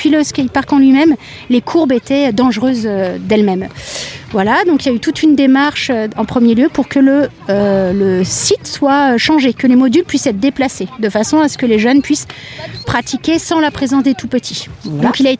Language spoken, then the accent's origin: French; Paris, Île-de-France, France; also born or lived in Nantes / Grenoble / Lyon; Moi je suis née à Nantes, j'ai passé mon adolescence après à Paris, en région parisienne, puis à Grenoble, Lyon